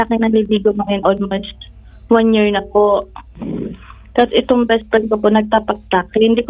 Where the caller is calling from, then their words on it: Quezon City, Metro Manila, Philippines; taga Quezon City.